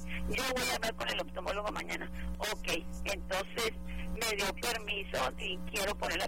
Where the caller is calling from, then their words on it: Tecate, Baja California, Mexico; Yo le estoy hablando de Tecate